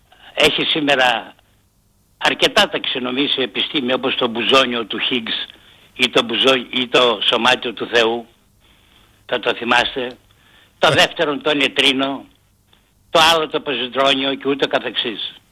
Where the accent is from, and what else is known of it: Greece